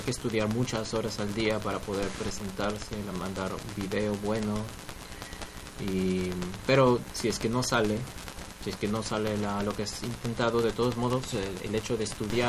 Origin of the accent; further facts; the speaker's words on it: La Libertad, Peru; born there; moved away; No, yo nací en la Sierra de la Libertad.